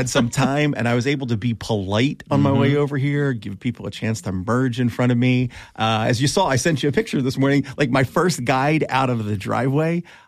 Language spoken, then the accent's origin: English; Philadelphia, Pennsylvania, United States; I'm a lifelong Catholic, cradle to the grave, I pray. And I was born in Port Richmond in Philly and raised a Catholic, Catholic grade school, Catholic high school.